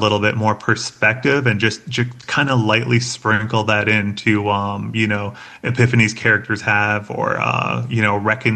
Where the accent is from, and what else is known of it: Red Lake, Minnesota, United States; now in Denver, United States